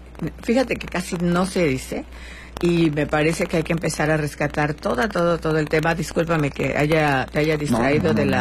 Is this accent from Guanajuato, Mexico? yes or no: no; Chilpancingo, Guerrero, Mexico; moved away; Ayer estuve en un evento fenomenal en Chilpancingo, mi pueblo natal.